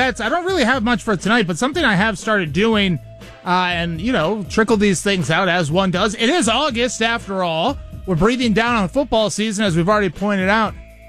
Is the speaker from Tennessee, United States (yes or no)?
no; Massachusetts, United States; my home state of Massachusetts